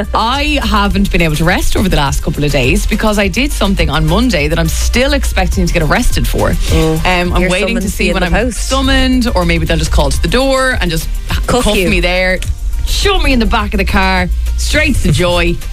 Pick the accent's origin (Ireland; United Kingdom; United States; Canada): Ireland; I was like, you kind of just get on with it as an Irish person.